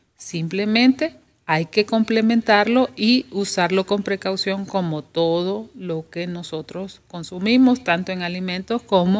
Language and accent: Spanish; Honduras; Y nosotros somos, los hondureños somos de sabores dulces, más de sabores dulces.